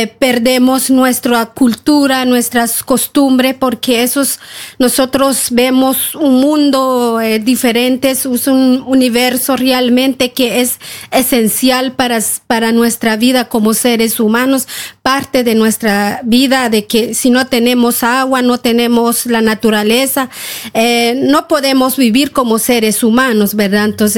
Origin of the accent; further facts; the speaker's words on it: Guatemala; de Guatemala, representante de la Organización Coordinadora Nacional Viudas de Guatemala. Somos una organización de mujeres mayas.